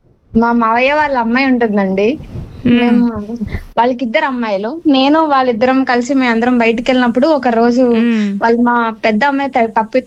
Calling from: Amalapuram, Andhra Pradesh, India; మేము అమలాపురం నుంచి మాట్లాడుతున్నాం.

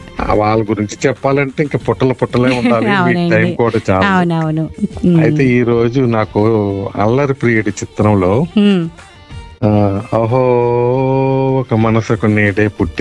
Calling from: Visakhapatnam, Andhra Pradesh, India

